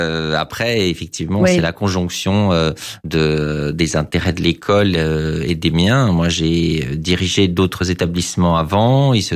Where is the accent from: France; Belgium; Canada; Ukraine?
Ukraine; Odesa, Odesa Oblast; moved away; je suis originaire d'Odessa, qui est une ville au bord de la mer Noire.